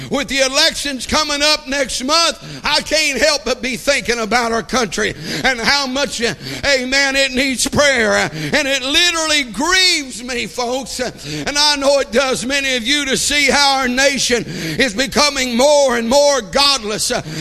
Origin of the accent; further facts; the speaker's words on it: United States; I thank God I'm a blood-bought Christian. I'm a believer in Jesus Christ. But I'm also an American.